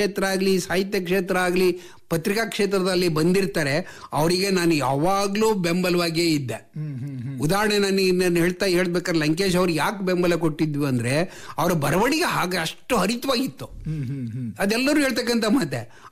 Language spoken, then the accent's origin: Kannada; Kattige, Karnataka, India; ಯಾಕೆ ಅಂದ್ರೆ ನನ್ನ ಊರು ಕತ್ತಿಗೆ ಇದೆಯಲ್ಲ, ಕತ್ತಿಗೆ ನಿಜವಾಗ್ಲೂ ಸಹ ಅದು ಒಬ್ಬ ಪಾಳೆಗಾರನ ನೆಲೆಸಿದಿರ್ತಕ್ಕಂಥ ಗ್ರಾಮ ಅದು.